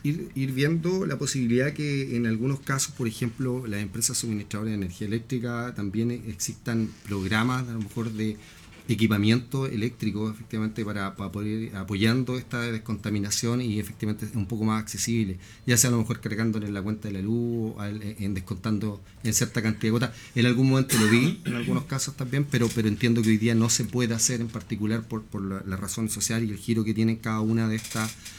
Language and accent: Spanish; Osorno, Los Lagos, Chile; yo soy de Osorno